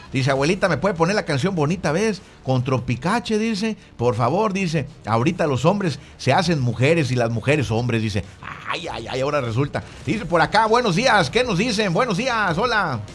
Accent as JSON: {"language": "Spanish", "town": "Fresnillo", "region": "Zacatecas", "country": "Mexico", "tie": "born or raised there", "said": "De Fresnillo, Zacatecas, ¿por qué? ¿Qué tiene? Fresnillo, Zacatecas, orgulloso de Fresnillo, Zacatecas."}